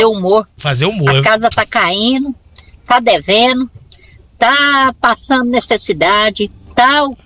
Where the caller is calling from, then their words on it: Brazil; Esses somos nós, brasileiros.